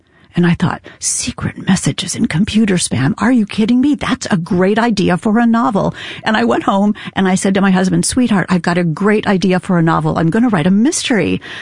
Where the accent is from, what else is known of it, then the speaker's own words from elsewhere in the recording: Indiana, United States; now in Boston, United States; I grew up in Indiana, in really rural Indiana.